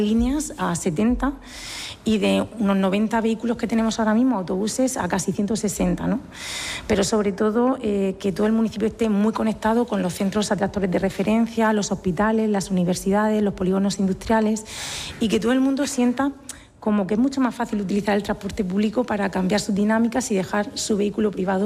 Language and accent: Spanish; Region of Murcia, Spain; Te lo hizo una vecina de pedanías. Yo soy del Esparral, soy campillera. Y, bueno, 7 de cada 10 murcianos residen en las pedanías